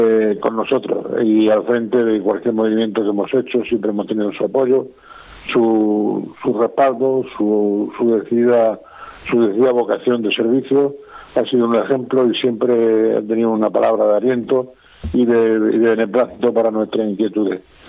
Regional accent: Region of Murcia, Spain; seguir diciendo que somos murcianos

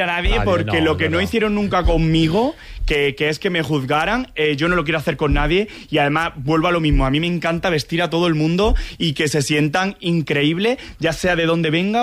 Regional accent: Córdoba, Andalusia, Spain; voy a inspirarme en una colección en Córdoba. Quiero llevar mi tierra por bandera, Julio Romero de Torres, la Amapola de mi Valle de los Pedroches, los patios de Córdoba

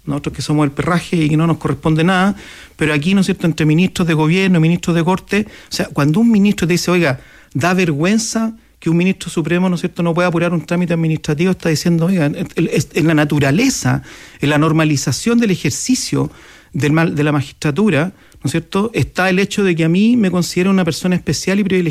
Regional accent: Chile; una de las cosas que más probablemente nos ha dolido como chilenos

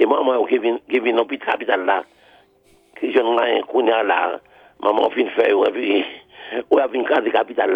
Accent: Haiti; Haïti, mon pays, ma terre natale

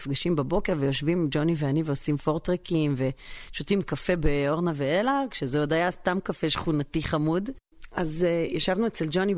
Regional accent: Jerusalem, Jerusalem District, Israel; moved away; חזרתי הביתה כמו ירושלמית טובה

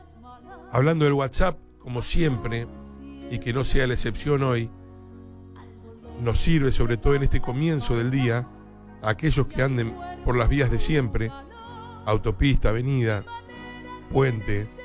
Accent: Argentina; cómo somos los argentinos

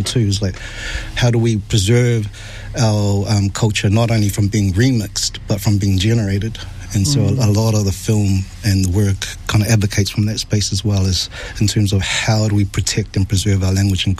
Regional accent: Auckland, New Zealand; growing up here in the diaspora in South Auckland, in Māngelia and Ōtara

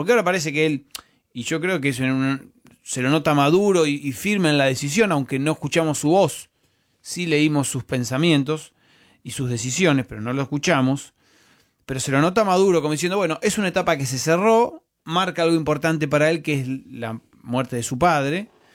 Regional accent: Argentina; Porque eso también un poquito somos los argentinos, ¿no?

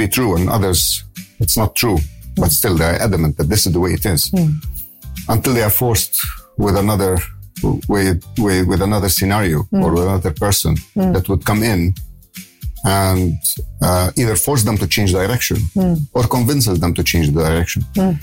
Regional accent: Lebanon; moved away; Now, I come from Lebanon.

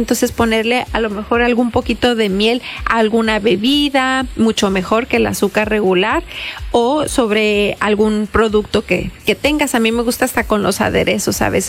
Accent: Tijuana, Baja California, Mexico; Ay, pues soy de Tijuana.

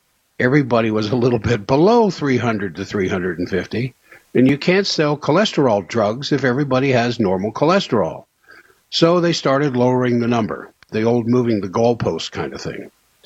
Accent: Washington, District of Columbia, United States; born or raised there; now in Salt Lake City, United States

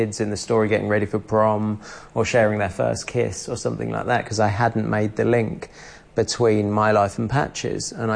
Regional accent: London, United Kingdom; born or raised there

